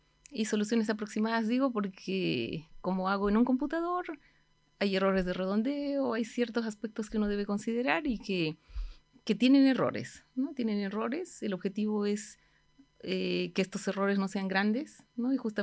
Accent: Bolivia; moved away as an adult; nací, soy originaria de Bolivia, donde estudié ingeniería matemática en la Universidad de San Simón, en Cochabamba.

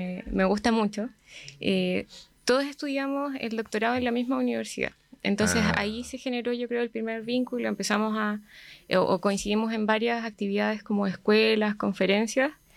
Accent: Osorno, Los Lagos, Chile; moved away as an adult; also born or lived in Puerto Varas; now in Santiago, Chile; yo soy de acá, de Osorno. O sea, en realidad nací en Puerto Varas, pero estudié hasta los 18 años acá en Osorno, en el Liceo Carmela Carvajal de Prat.

